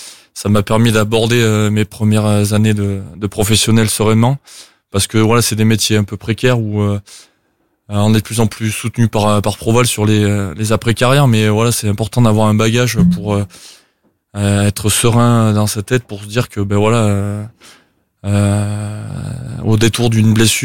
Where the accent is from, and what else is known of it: Aurillac, Auvergne-Rhône-Alpes, France; born or raised there